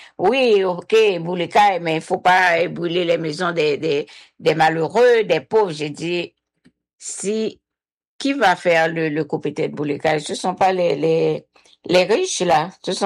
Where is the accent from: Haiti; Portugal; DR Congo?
Haiti; aucune action à l'extérieur du pays pour faire la démonstration que nous sommes encore des Haïtiens.